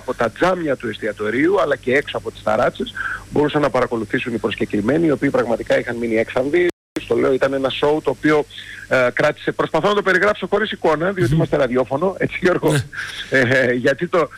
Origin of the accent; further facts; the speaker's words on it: Greece; και δεν το λέω ως Έλληνας αυτό